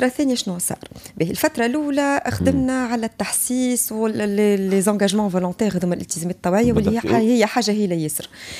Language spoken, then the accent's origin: Arabic; Tunisia